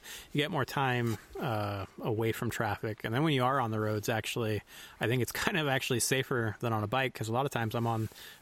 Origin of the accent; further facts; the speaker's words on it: Oklahoma, United States; Oklahoma.